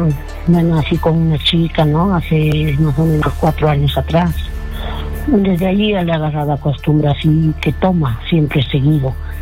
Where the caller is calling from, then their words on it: Huancayo, Junín, Peru; De Huancayo.